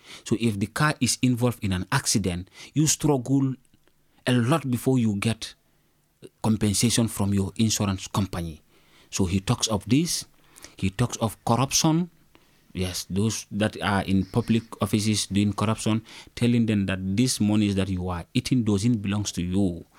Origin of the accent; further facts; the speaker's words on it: Gambia; now in Italy; the first day that we are coming from the Gambia, we landed in Milan at 4 o'clock.